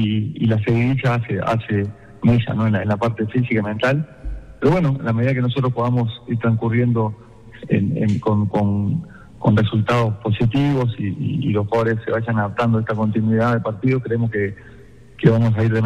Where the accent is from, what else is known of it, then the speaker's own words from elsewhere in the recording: Uruguay; now in Colombia; soy uruguayo